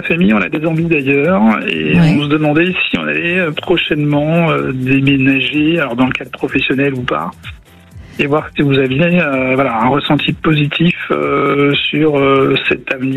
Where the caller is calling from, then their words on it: Lille, Hauts-de-France, France; Aux environs de Lille.